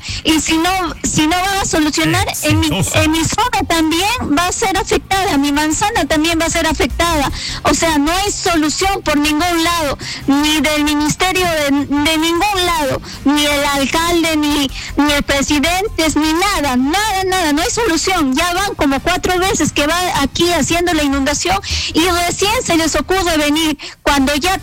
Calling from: Lima, Peru; Lo estoy llamando del distrito de Villa El Salvador, de aquí, del grupo 1, sector 1.

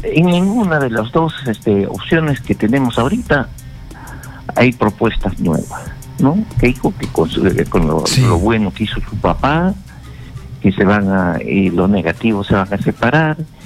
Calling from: Peru; Qué pena realmente en mi país.

